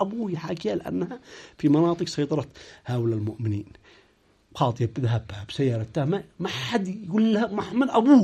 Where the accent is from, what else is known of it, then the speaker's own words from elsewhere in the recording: Yemen; كيمني كمواطن مش كإعلامي.